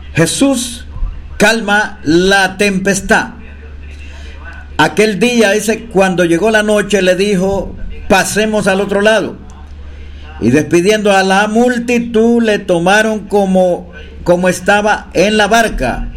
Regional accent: Matagalpa, Nicaragua; moved away as an adult; now in El Salvador; Somos originarios de Matagalpa, Nicaragua, y estamos en misión acá en República del Salvador.

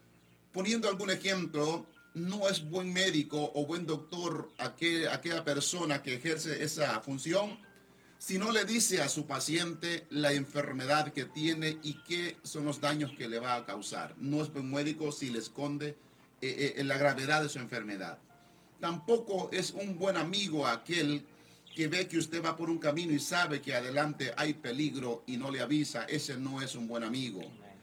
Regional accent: Conchagua, La Unión, El Salvador; now in Laurel, Maryland, United States; soy oriundo de El Salvador, del Departamento de la Unión, municipio de Conchagua. Y les saludamos desde Estados Unidos, desde el estado de Maryland, del área de acá del Laurel.

